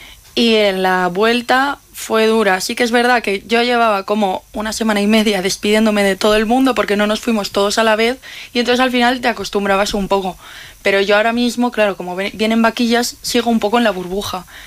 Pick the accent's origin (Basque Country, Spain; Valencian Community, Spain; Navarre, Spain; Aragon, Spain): Aragon, Spain; Teruel; soy de Teruel.